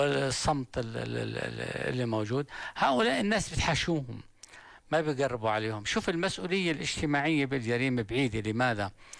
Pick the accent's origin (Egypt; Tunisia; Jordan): Jordan; مثل يعني منتشر عندنا بالاردن،